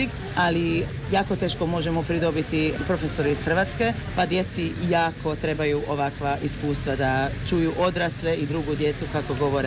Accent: Kópháza, Győr-Moson-Sopron, Hungary; dolazim iz Kojnofa, iz Mađarske, to je mađarski dio Gradišća.

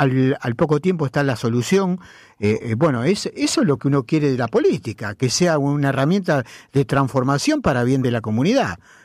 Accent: Rosario, Santa Fe, Argentina; como rosarino, que nací, vivo y creo que voy a morir acá

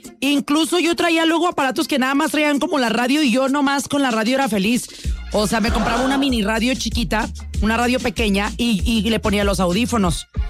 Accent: Mazatlán, Sinaloa, Mexico; moved away; hasta mi tierra, Mazatlán, Sinaloa.

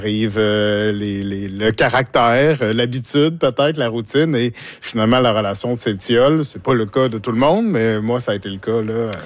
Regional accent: Saint-Claude, Quebec, Canada; moved away as an adult; now in Rimouski, Canada; Mais moi, je viens de Saint-Claude, qui est un village de champs et de forêts.

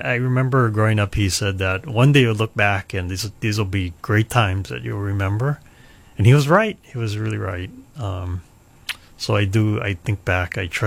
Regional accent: Hilo, Hawaii, United States; So I grew up actually on the Big Island, Hilo. I grew up in Hilo, born and raised there. I'm a graduate of Hilo High School.

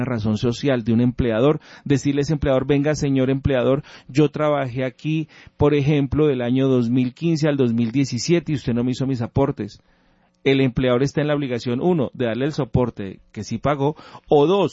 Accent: Colombia

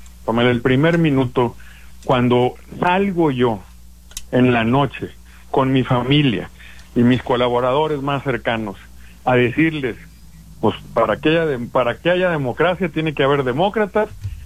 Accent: Sinaloa, Mexico; los sinaloenses, la verdad, somos buena onda, alegres, valientes, decentes, entrones

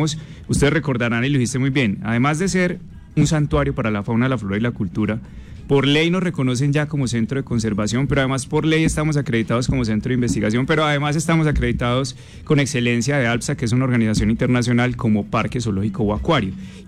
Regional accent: Pereira, Risaralda, Colombia; Porque somos tan pereiranos como los animalitos que tenemos allá.

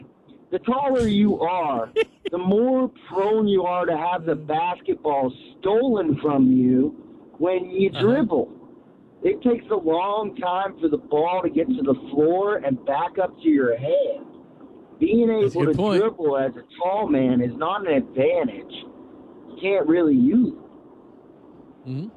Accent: Youngstown, Ohio, United States; I'm from Youngstown, Ohio.

